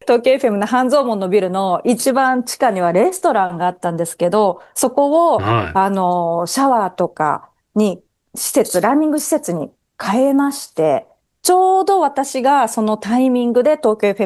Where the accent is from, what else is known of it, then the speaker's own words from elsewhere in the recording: Yamanashi, Japan; moved away as an adult; 私の生まれ育った山梨